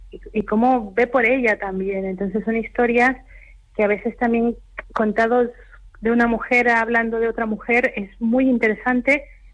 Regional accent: Mexico; Yo soy mexicana

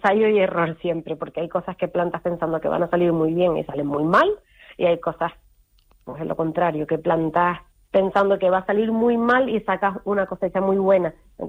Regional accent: Tenerife, Canary Islands, Spain; now in Fuerteventura, Spain; cuando nos vinimos a vivir a Fuerteventura, donde nosotros somos de Tenerife

